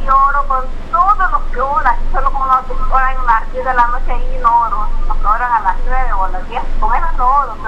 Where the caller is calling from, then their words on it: San Miguel, El Salvador; Le hablo de acá, de San Miguel, Ruta Militar, Salida Santa Rosa, en Lima, Colonia Monterrato.